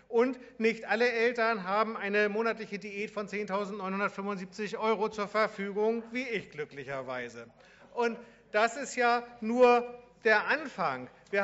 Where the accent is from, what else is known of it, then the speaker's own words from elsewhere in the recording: Reinbek, Schleswig-Holstein, Germany; Ich komme aus Rheinbeck.